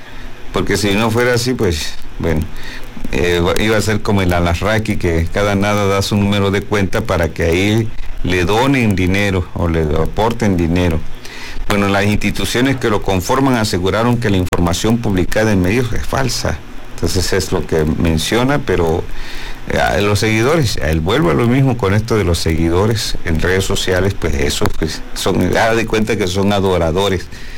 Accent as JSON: {"language": "Spanish", "country": "Mexico"}